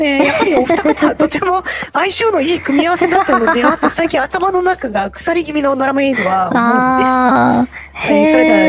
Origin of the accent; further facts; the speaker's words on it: Kyushu, Japan; 私は、九州生まれ、九州育ちなんですけども、